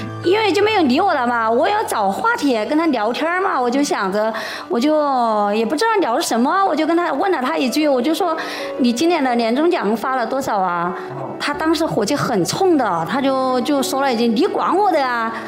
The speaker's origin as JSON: {"language": "Chinese", "town": "Yichang", "region": "Hubei", "country": "China", "said": "我们宜昌那边不是有一个烤火的桌子嘛？"}